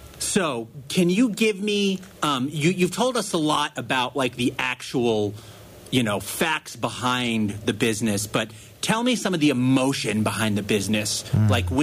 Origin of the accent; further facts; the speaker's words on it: Orange County, North Carolina, United States; every time I tell people I'm from Orange County, they're like, Orange County, California? I'm like, no, Orange County, North Carolina.